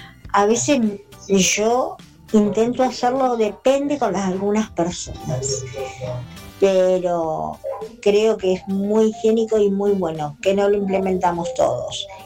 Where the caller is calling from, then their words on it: José C. Paz, Buenos Aires Province, Argentina; de José Paz